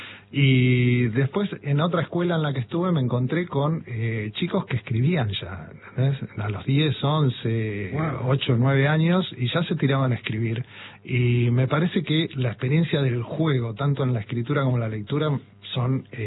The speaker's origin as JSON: {"language": "Spanish", "region": "Buenos Aires Province", "country": "Argentina", "tie": "born or raised there", "also_born_or_lived": "Mendoza", "moved": "yes", "lives_now": "La Boca, Buenos Aires, Argentina", "said": "Soy mendocino, sí. Me crié en el Gran Buenos Aires y la mitad de mi vida la llevo viviendo en La Boca."}